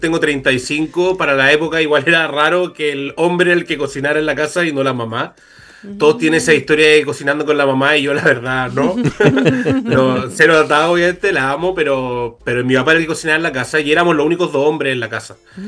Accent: Viña del Mar, Valparaíso, Chile; born there; also born or lived in Santiago / Pirque; now in Concón, Chile; fuimos bien patiperro entre Viña y Santiago. Y Pirque, la verdad, más que Santiago. Yo soy de acá originario, soy de Viña. Llevo 5 años viviendo acá en Concón con mi pareja, con la María.

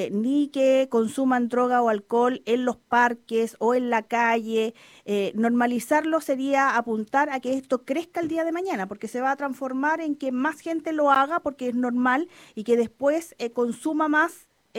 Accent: Chile; los chilenos somos de reacción

